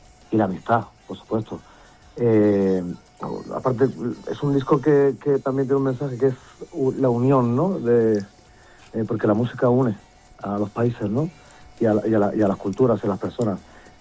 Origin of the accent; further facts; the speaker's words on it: Spain; si no fuese por mi tierra, por España, no sería nadie.